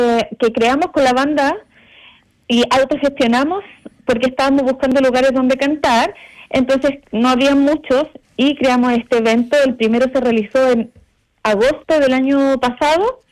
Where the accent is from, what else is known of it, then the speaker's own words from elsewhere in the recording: Chile; now in Melbourne, Australia; Yo soy chilena